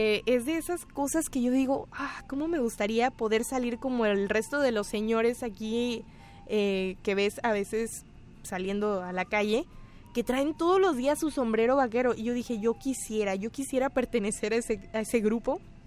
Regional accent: northern Mexico, Mexico; las personas que somos del norte de México, el área donde principalmente se dio más la ganadería, pues nos sentimos mucho más identificados de lo que quisiéramos, porque nos recuerda bastante al entorno en el que vivimos

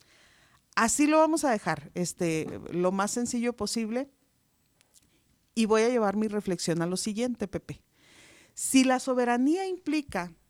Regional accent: Mexico; para nosotros como mexicanos

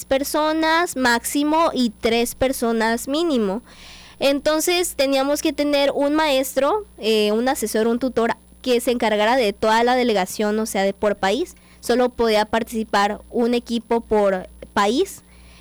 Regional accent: Cunduacán, Tabasco, Mexico; somos 2 chicos de Cunduacán, Oscar y yo de Cunduacán

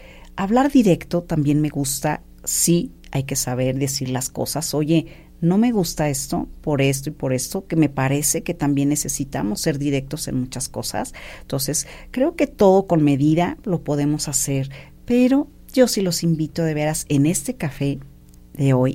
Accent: Mexico; Somos aquí mexicanos

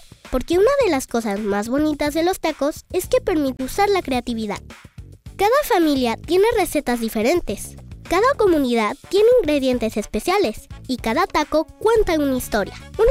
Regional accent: Mexico

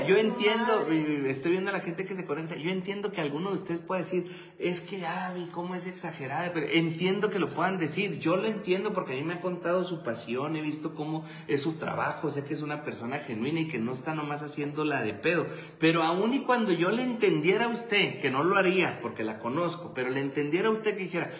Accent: Chihuahua, Mexico; digo yo que soy del Infona Nacional

